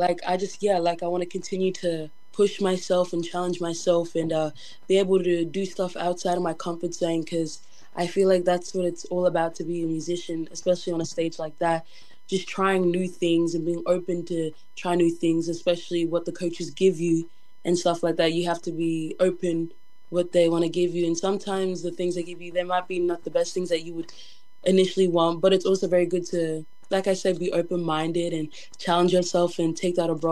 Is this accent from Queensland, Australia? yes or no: yes; Erub and Boigu Island, Queensland, Australia; now in Logan City, Australia; So I'm from Erub, so Danley Island, and I'm from Boigu Island.